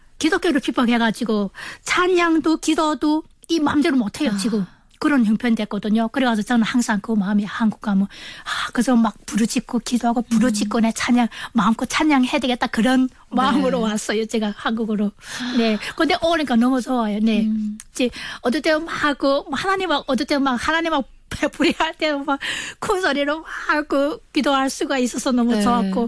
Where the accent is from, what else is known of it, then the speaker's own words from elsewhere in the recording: North Hamgyong, North Korea; moved away as an adult; now in South Korea; 남한 정착한 지 2개월 된 함경북도에서 온